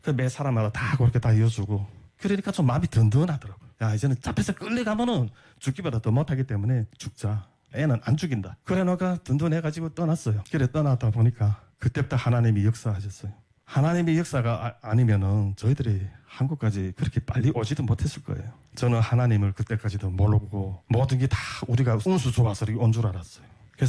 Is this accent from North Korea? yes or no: yes; North Korea; now in South Korea; 야 이거 북한에서 태어난 거 왜 이렇게 후회되고